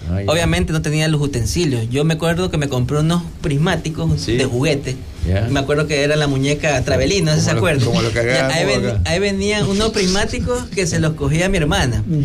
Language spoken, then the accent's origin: Spanish; Portoviejo, Manabí, Ecuador; yo soy de Puerto Viejo